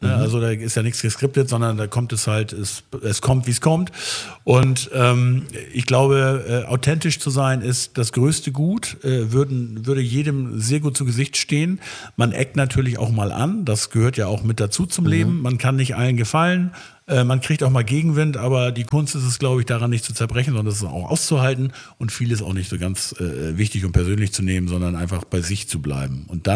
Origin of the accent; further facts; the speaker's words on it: Schleswig, Schleswig-Holstein, Germany; Also in Schleswig, ich komme ja aus Schleswig, bin geborener Schleswiger, da gibt es den Verein Schleswig 06.